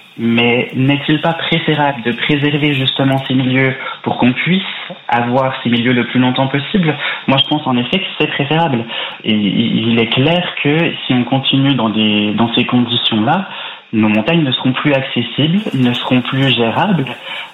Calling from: Bourgogne-Franche-Comté, France; Je vous appelle du Jura.

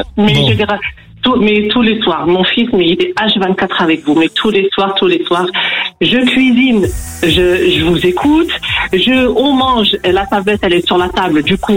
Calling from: Saint-Étienne, Auvergne-Rhône-Alpes, France; Alors, je viens de Saint-Étienne.

